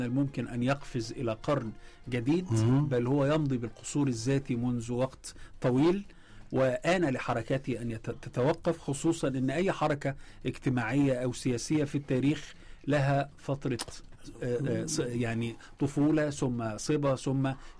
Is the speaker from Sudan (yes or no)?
no; Egypt